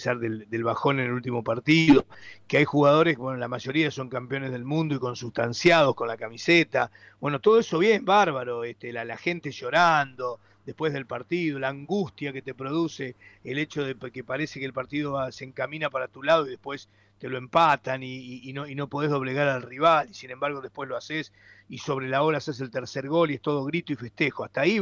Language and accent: Spanish; Argentina; Soy un argentino más.